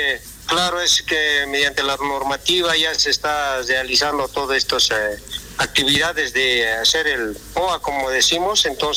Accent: Pampaullana, Oruro, Bolivia; Soy de Pampaullana

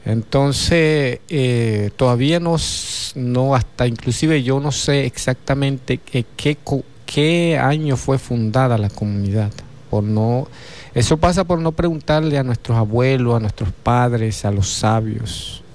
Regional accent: Zulia, Venezuela; igual como hablamos nosotros los de la cuenca Tucuco, que hablamos con un acento un poco diferente, pero siempre nos entendemos, porque somos una sola etnia, la etnia del pueblo caribe, del pueblo originario yupa.

